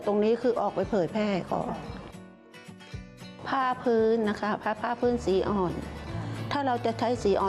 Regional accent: Pathum Thani, Thailand; เราเป็นคนปทุม

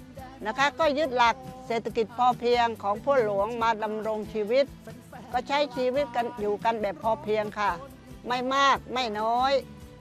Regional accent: Ta Phraya, Sa Kaeo, Thailand; ซึ่งดิฉันก็เกิดที่นี่ตอนนี้อายุ62ปีก็ถือว่าอยู่62ปีแล้วล่ะ

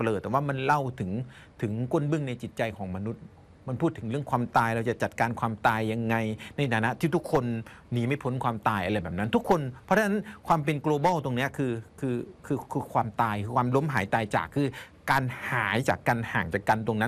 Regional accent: Isan, Thailand; ความเป็นอีสานที่เราอยู่กับความเป็นอีสานตั้งแต่เกิดอะครับ

